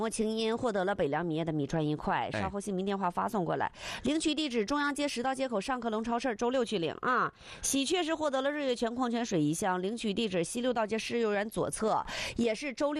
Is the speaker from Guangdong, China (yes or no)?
no; Dehui, Jilin, China; 就从德惠走出去的、有出息的咱一些孩子们啊